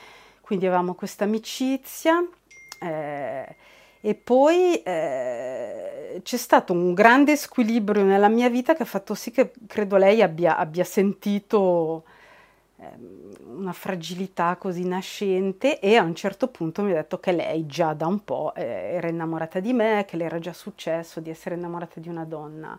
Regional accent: Cavergno, Ticino, Switzerland; also born or lived in Mendrisio; io sono nata a Cavernio negli anni 70

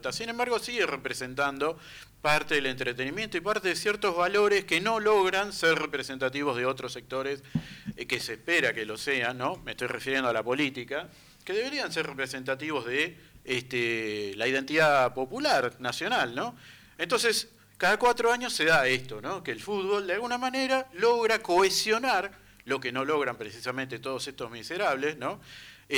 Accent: Argentina; nosotros, nuestro enemigo histórico, como pueblo argentino

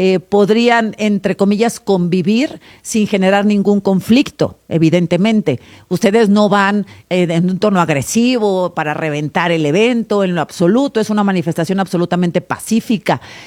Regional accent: Mexico; somos los mexicanos

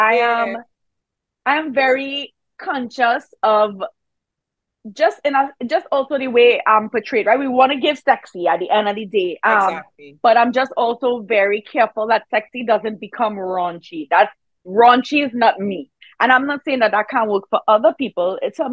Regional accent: Trinidad & Tobago; I am from Trinidad. I play mass.

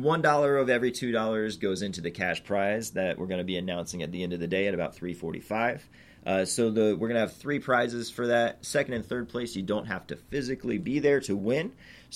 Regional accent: Warrensburg, Missouri, United States; also born or lived in Cape Girardeau / Denver; I grew up here in Warrensburg

